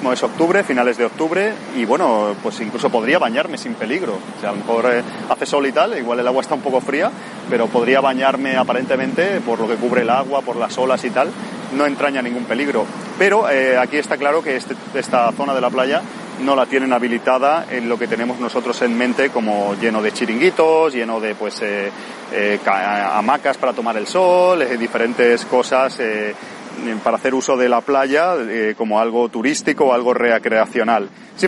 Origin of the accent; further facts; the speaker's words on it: Barcelona, Catalonia, Spain; de Barcelona, de mi localidad natal y demás. Y estoy en Japón